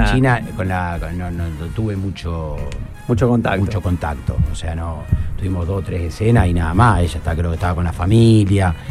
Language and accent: Spanish; Rosario, Santa Fe, Argentina; now in Buenos Aires, Argentina; Yo me fui de 2004 de Rosario. Y me fui directamente a México y después me instalé en 2008 en Buenos Aires.